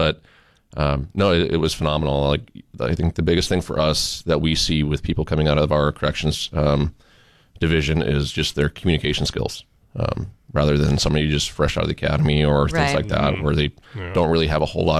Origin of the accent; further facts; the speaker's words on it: Lisbon, North Dakota, United States; Originally from Lisbon, North Dakota, so not too far from here.